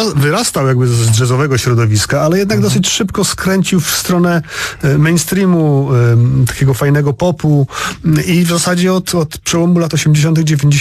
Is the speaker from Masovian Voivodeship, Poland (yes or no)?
yes; Warsaw, Masovian Voivodeship, Poland; No ja tutaj jako warszawiak